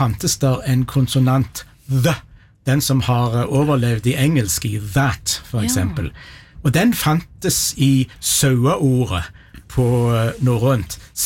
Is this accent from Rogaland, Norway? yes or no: yes; Rogaland, Norway; I at dette selvsagt ikke bare er et Rogalandsfenomen, men jeg brukte heimfylket mitt som eksempel i det innslaget for noen veger siden.